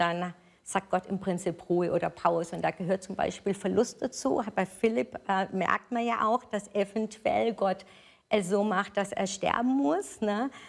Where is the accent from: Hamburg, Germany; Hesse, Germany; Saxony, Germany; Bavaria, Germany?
Bavaria, Germany; Nuremberg; ich komme aus Nürnberg